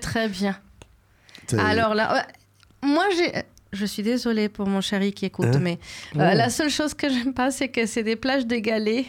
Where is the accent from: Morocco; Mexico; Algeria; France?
Mexico; moved away; Non, parce que je viens du Mexique.